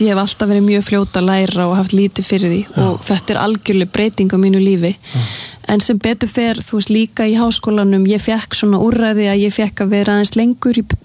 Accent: Sweden; ég alinn upp í Svíþjóð alinn upp við að læra tvö tungumál á sama tíma

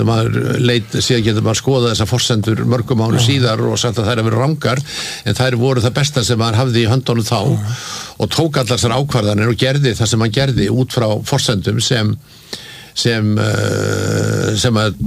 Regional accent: Reykjavík, Capital Region, Iceland; Já, ég sko alveg upp í Laugarneskverfinu og, og, og hérna bjóð þar þegar ég var ungur maður

